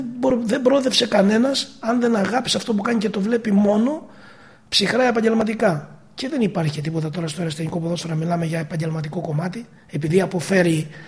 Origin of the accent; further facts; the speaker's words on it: Eastern Macedonia and Thrace, Greece; Εγώ, παιδιά του Σαββατοκυριακού, επειδή είμαι από τον Εύρο, δεν φεύγω από τη Θήβα. Δεν φεύγω από τον τόπο μου, μένω εδώ.